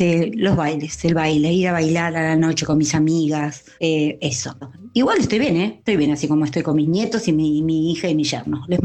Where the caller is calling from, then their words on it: Mar del Plata, Buenos Aires Province, Argentina; de Mar del Plata